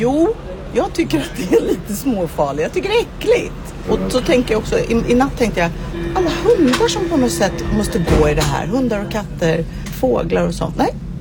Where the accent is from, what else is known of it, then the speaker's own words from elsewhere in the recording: Stockholm, Stockholm County, Sweden; Jag tycker att det är en skitsnygg låt och den representerar mig som stockholmare.